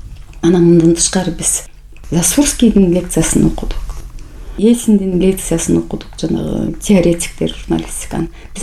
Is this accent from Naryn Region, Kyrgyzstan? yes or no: no; Kyzyl-Askar, Bishkek, Kyrgyzstan; also born or lived in Sokuluk; Мен мектепте окуй элек болчумун. Ошол учурда көчүп келдик да. Кызыл аскерде чоң энемде келдим.